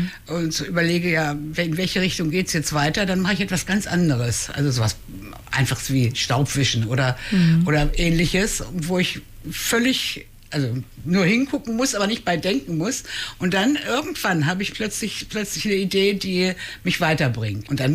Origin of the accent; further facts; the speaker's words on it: Hanover, Lower Saxony, Germany; Ich bin geboren hier in Hannover, geboren und aufgewachsen in der Südstadt und lebe auch noch Südstadtbult, also bin nie weg, wollte auch nie weg. Für mich ist Hannover immer noch die schönste Stadt